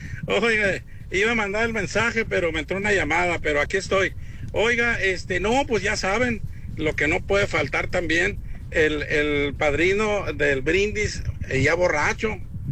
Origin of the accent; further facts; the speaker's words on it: Jalisco, Mexico; Yo cuando vivía en mi tierra, allá en Jalisco, y las bodas eran también igual, en fin.